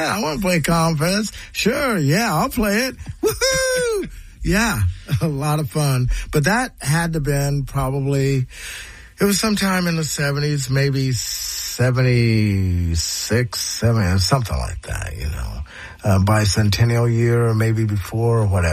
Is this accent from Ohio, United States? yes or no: yes; Ohio, United States; And I go, yeah, man, I'm from Ohio.